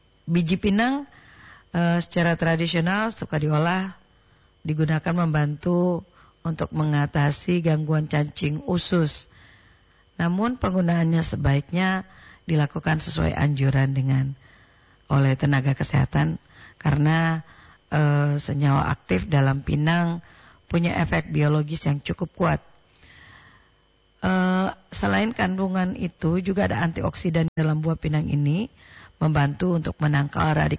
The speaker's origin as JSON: {"language": "Indonesian", "region": "Gorontalo", "country": "Indonesia", "said": "kita orang Gorontalo"}